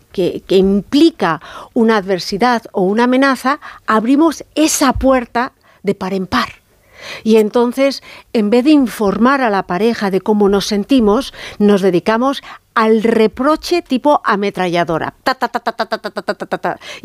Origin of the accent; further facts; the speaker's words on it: Madrid, Community of Madrid, Spain; Yo me acuerdo, yo soy madrileña, y me acuerdo cuando me quería ir a Inglaterra a estudiar.